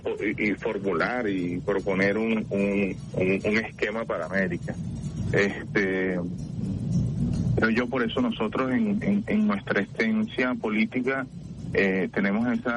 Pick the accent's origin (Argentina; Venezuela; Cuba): Venezuela; decirles en la cara quiénes somos, a dónde vamos, y lo que significamos nosotros para el mundo como venezolanas, como venezolanos, como patria grande.